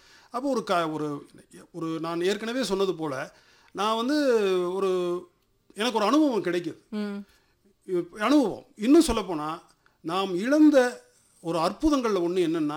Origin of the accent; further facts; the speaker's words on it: Palani, Tamil Nadu, India; also born or lived in Pollachi / Madurai; நான் என்னுடைய சொந்த ஊர் பழனி, பிறந்து வளர்ந்தது படித்தது எல்லாம்